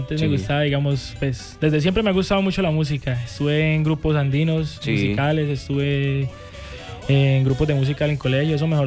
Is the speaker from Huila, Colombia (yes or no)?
yes; Huila, Colombia; also born or lived in Cúcuta, Norte de Santander; Entonces nosotros venimos de Cúcuta. Prácticamente, pues, nací allá, pero toda la vida he vivido aquí en el Huila.